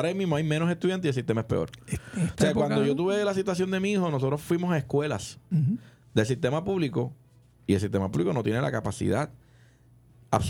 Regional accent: Puerto Rico; En Puerto Rico vivimos una isla

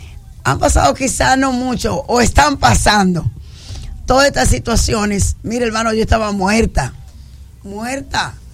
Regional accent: Dominican Republic; nosotros como dominicanos

